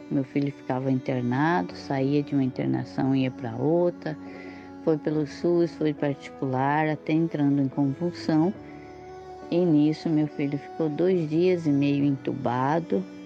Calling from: Mato Grosso do Sul, Brazil; falo aqui do Mato Grosso do Sul.

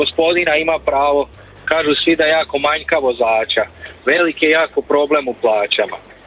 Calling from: Slavonia, Croatia; tu kod nas u Slavoniji

